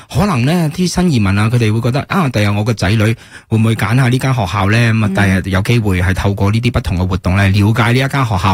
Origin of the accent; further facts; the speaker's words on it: Hong Kong; moved away; 因为我哋系香港嚟嘅